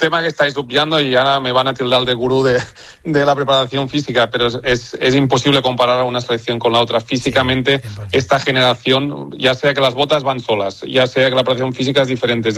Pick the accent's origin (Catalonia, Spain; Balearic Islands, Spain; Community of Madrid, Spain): Catalonia, Spain; Soy catalán, pero no hay problema, no te preocupes.